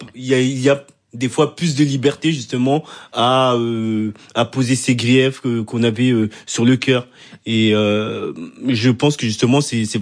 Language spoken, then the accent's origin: French; France; also born or lived in Senegal / Gambia; Alors, moi, je suis originaire du Sénégal et de la Gambie, des deux, et j'ai grandi en France.